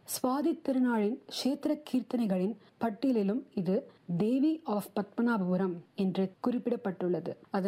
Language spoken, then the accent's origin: Tamil; Tamil Nadu, India; புரம் தான் என்னுடைய சொந்த ஊர்.